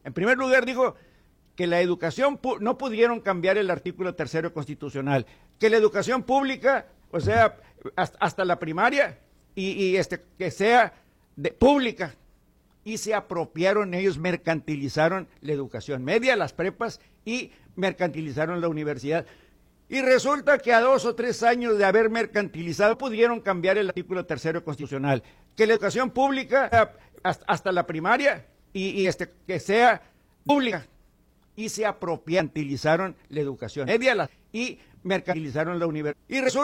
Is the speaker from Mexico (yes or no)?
yes; Mexico; Yo hubiera querido, muy profundamente como mexicano